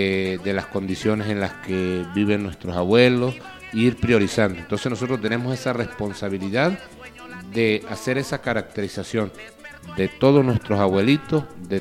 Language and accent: Spanish; Mucutuy, Mérida, Venezuela; muy contento de poder estar acá en Mucutuy, de poder estar acá en mi pueblo, de poder estar en mi tierra.